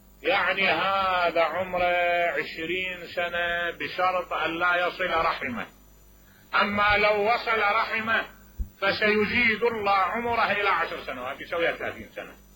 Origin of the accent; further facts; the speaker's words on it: Najaf, Najaf Governorate, Iraq; قلت من النجف